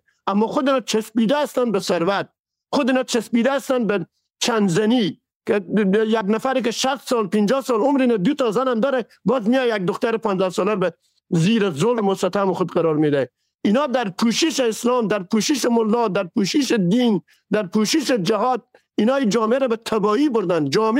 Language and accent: Persian; Herat, Afghanistan; شخص خودمه که از هرات هستم